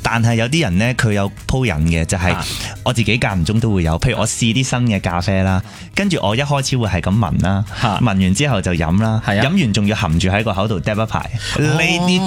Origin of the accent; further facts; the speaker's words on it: Hong Kong; 我哋香港人